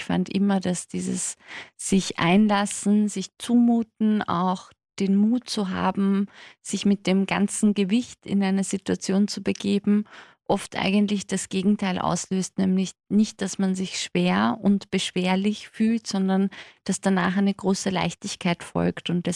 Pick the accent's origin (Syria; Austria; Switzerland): Austria; Burgenland; Nein, ich bin ja im Burgenland aufgewachsen, aber meiner Mutter war es sehr wichtig, dass ich Hochdeutsch spreche und Hochdeutsch lerne